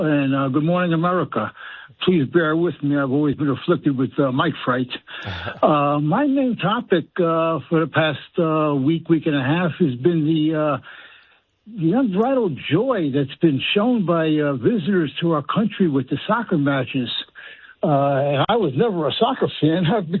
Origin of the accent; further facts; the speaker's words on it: New York City, New York, United States; also born or lived in Fort Lauderdale, Florida; I grew up in New York City, and I drove a cab in South Florida, Fort Lauderdale, for 37 years.